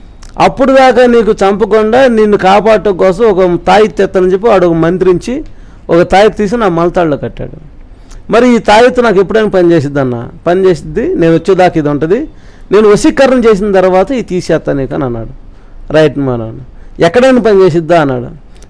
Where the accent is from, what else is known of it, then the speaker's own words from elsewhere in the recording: Nidubrolu, Andhra Pradesh, India; మా ఊరు శశానం ఉండే, నిడుబ్రోల శశానం